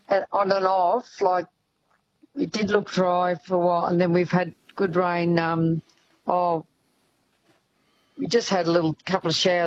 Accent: Brisbane, Queensland, Australia; now in Swan Hill, Australia; Yeah, I'm hail from Brisbane, so I say hi to my brother up in Gingin.

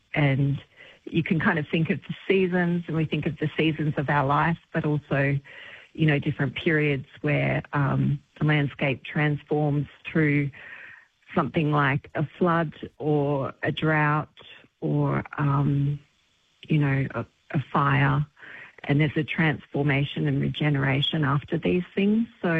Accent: New South Wales, Australia; being back in the Central West, which was my hometown and the environment that I really loved.

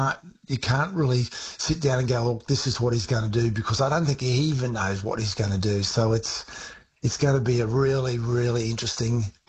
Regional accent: Queensland, Australia; as a Queenslander

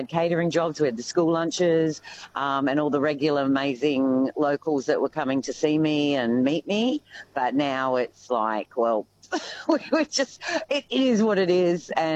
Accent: Queensland, Australia; Honestly, because I come from Queensland, I moved to Kahuna to buy this business, and I've moved away from all of my support network

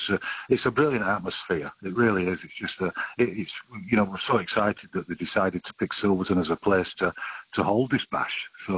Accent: Yorkshire and the Humber, United Kingdom; moved away as an adult; now in Australia; Yeah, I'm actually from Yorkshire in the north of England, So I was I got hooked on Mad Max back in 1982 when I was 18.

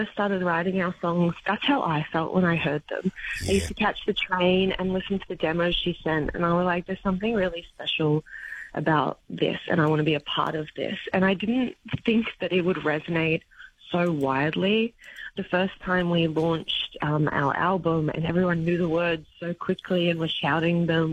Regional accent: Blacktown, New South Wales, Australia; Like, I grew up in Blacktown. My mum was a Blacktown girl. My nan was a Blacktown girl.

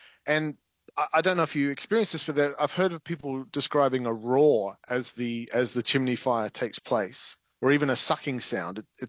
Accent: Queensland, Australia; Well, I'm from Queensland originally. I think I've asked for a chock top down here.

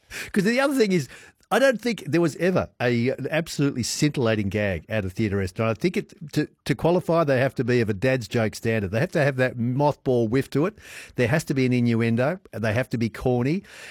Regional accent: Sydney, New South Wales, Australia; growing up in Sydney in the 60s and the 70s

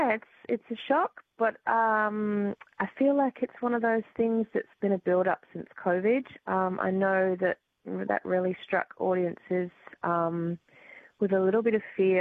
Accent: London, United Kingdom; And to be fair, I mean, I grew up living in London as well. I used to go to all the West End shows.

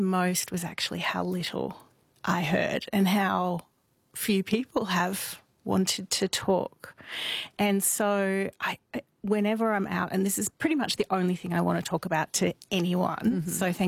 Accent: Edinburgh, Scotland, United Kingdom; So I grew up in Edinburgh, which I consider the centre of the ghost world. So my childhood was full of, dark alley.

